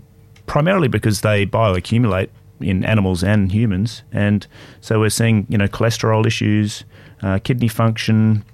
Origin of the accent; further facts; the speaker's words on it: Pierce's Creek, New South Wales, Australia; Yeah, I was born and raised in Pierce's Creek, which is just up the hills.